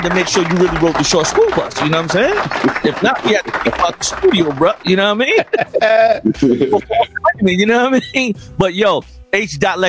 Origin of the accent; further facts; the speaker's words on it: New York, United States; I'm from New York